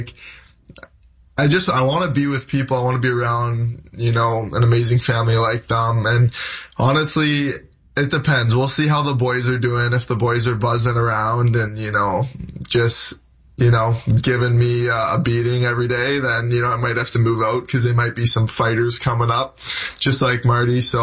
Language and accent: English; Hamilton, Ontario, Canada; So, you know, when I'm in New York and they're like, where are you from? I'm always like, I'm from Toronto. And it's a little bit easier because they know where that is.